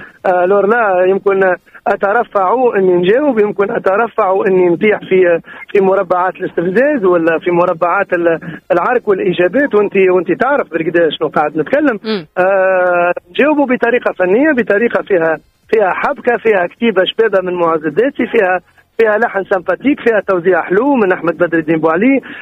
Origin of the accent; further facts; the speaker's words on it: Tunisia; وبالنسبة للفني أنا فنان أنا فنان تونسي